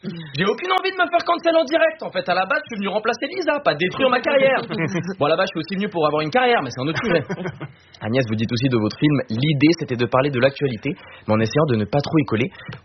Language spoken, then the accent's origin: French; Switzerland; Je vous rappelle que moi je suis suisse.